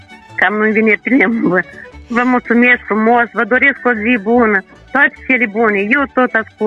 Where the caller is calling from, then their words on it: Florești District, Moldova; sunt din Prețile Floreștilui